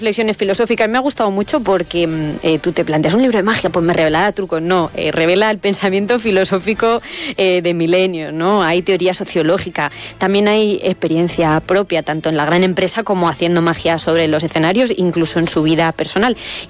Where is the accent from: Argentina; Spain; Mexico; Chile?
Spain; Castilla-La Mancha; No, yo como buena manchega estoy bien en los climas cálidos y secos, y aquí se está calentito y seco.